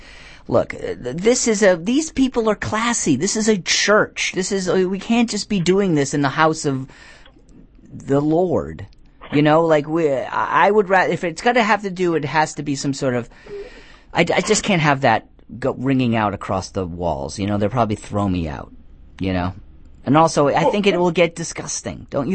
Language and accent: English; Rhode Island, United States; You know, people in the New York area, we have great water here. I grew up in Rhode Island that has, I don't know what's in that water, but whatever it is, it makes people stay, never leave Rhode Island.